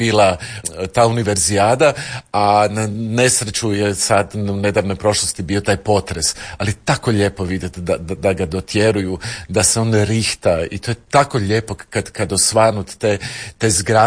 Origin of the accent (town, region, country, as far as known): Zagreb, City of Zagreb, Croatia